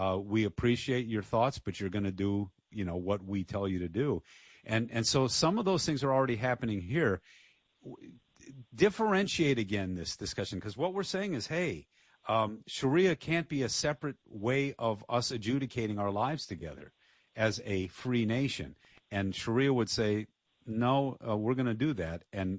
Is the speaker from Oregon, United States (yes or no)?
no; Dearborn, Michigan, United States; I'm from Dearborn.